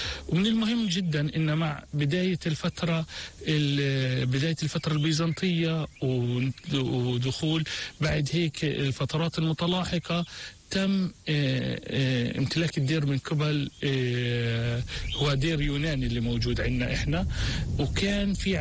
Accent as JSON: {"language": "Arabic", "country": "Palestine", "said": "وإحنا كفلسطينيين"}